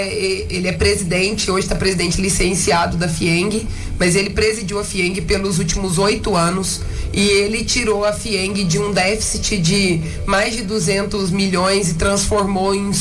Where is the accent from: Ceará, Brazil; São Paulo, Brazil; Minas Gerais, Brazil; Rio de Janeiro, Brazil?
Minas Gerais, Brazil; Uberaba; ela é nascida e criada em Uberaba, sou do interior mesmo, gosto demais das minhas raízes, tenho orgulho delas